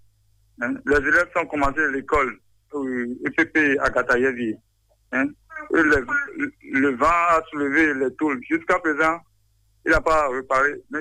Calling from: Benin; J'appelle de Port-Nouveau, commune d'Adjoua, arrondissement de Marouille, quartier Javier.

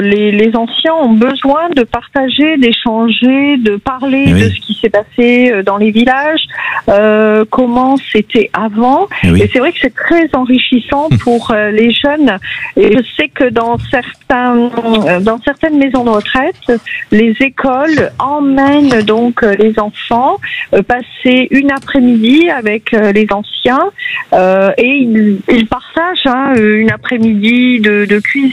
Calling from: Beauville, Nouvelle-Aquitaine, France; À côté d'Agen, plus précisément, moi je vis à Beauville

